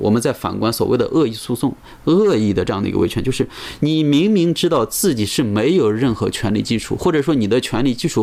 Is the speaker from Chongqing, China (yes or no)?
yes; Chongqing, China; 我是重庆人，我做出来的这个小面是重庆风味儿，